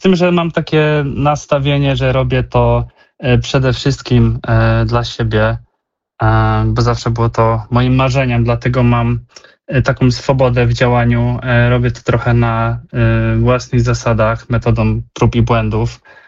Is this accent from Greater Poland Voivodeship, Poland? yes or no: yes; Poznań, Greater Poland Voivodeship, Poland; Jestem z Poznania.